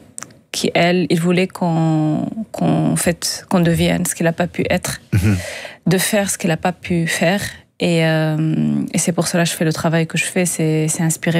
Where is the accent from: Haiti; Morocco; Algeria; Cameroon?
Morocco; Agadir, Souss-Massa; now in France; Moi, je suis née au Maroc, au Sud du Maroc, à Agadir. Je ne sais pas si vous connaissez. Je viens d'une grande, grande famille à la marocaine.